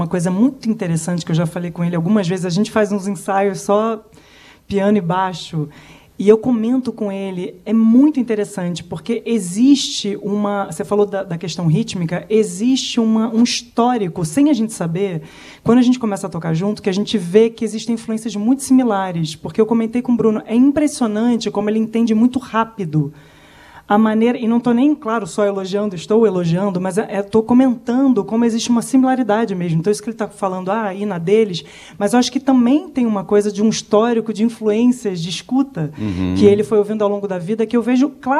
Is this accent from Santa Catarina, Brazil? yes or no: no; Rio de Janeiro, Brazil; born there; Não, eu nasci no Rio mesmo.